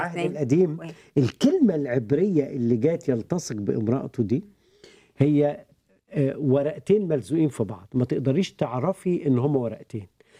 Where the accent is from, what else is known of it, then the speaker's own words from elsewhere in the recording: Egypt; now in United States; من مصر الى امريكا، انا سبت مصر بثقافة مصر،